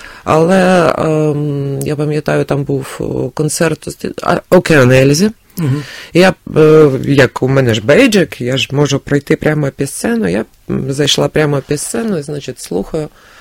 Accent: Kyiv, Ukraine; Я киянка, тобто я не була в якійсь сотні, як всі кияни

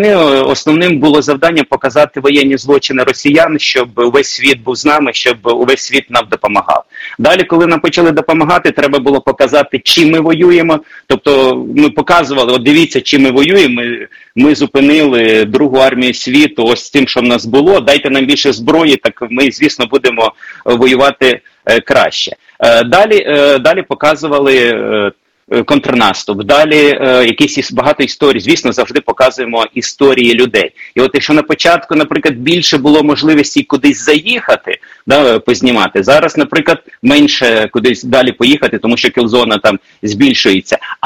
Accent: Zaporizhzhia Oblast, Ukraine; moved away; І я коли приїхав сюди, на Запоріжжя, в Оріхів, я це, розумієте, це мій рідний край. Це мій рідний край, я сам навчався в Запоріжжі, Оріхів, Мала Токмачка, там Роботіне, Пологи, це далі. Це дорога додому, тобто це мої знайомі місця

